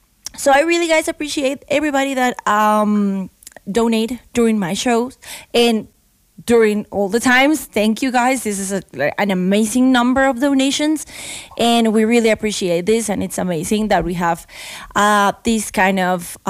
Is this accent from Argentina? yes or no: no; Colombia; moved away; I can talk politics of my country. So, yeah. We have elections on Sunday in Colombia